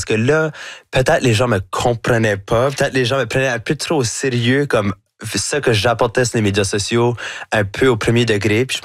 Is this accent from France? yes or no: no; New Brunswick, Canada; accent: Chiac; faire tout ce que je fais avec mon accent, avec mon chiac. Pour moi, c'est comme, ah, ben, c'est bien plus fun parce que là, tout d'un coup, je peux comme apporter l'Acadie avec moi partout où